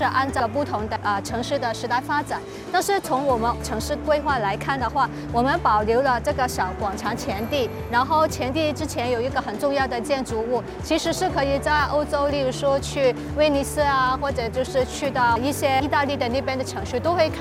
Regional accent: Macau; 我们澳门人

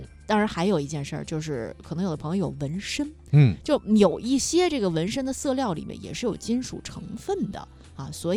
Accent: China; 这个我们中国人人均会武术

